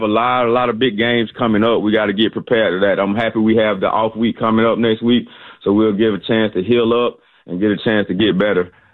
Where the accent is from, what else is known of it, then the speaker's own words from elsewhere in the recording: Atlanta, Georgia, United States; I grew up in the neighborhood. Mm-hmm. So I grew up in the Southwest Atlanta area. I actually grew up in walking distance from Mays, but we were on the other side of railroad track, so we had to go to another high school.